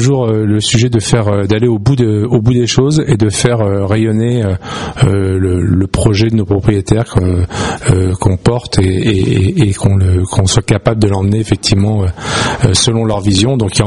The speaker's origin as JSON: {"language": "French", "town": "La Rochelle", "region": "Nouvelle-Aquitaine", "country": "France", "moved": "yes", "lives_now": "Taverny, France", "said": "Alors non, moi je suis Rochelais à la base, mais depuis maintenant 2000, je suis sur Paris."}